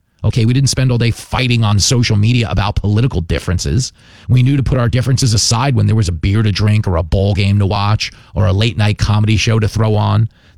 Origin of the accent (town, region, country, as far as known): Levittown, New York, United States; born or raised there